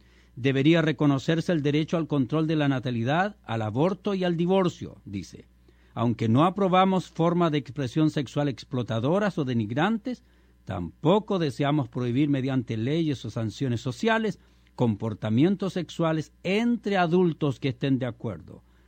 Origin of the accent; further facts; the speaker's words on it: Chile; en mi país en Chile